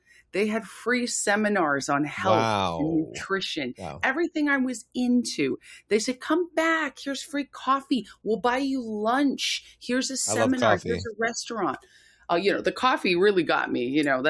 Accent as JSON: {"language": "English", "town": "Santa Barbara", "region": "California", "country": "United States", "tie": "born or raised there", "also_born_or_lived": "Los Angeles", "said": "So I was raised in Santa Barbara, California, and we moved to Los Angeles."}